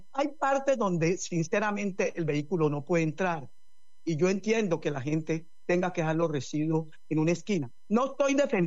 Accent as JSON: {"language": "Spanish", "town": "Buenaventura", "region": "Valle del Cauca", "country": "Colombia", "tie": "born or raised there", "said": "los hijos de Buenaventura, que queremos y amamos esta tierra y que nos resistimos a salir de ella"}